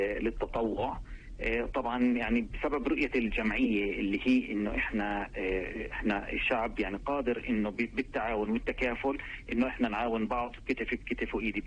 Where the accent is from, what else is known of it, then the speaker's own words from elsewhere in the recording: Jerusalem, Palestine; انا اصلا من القدس ومعظم المتبرعين من عندنا من القدس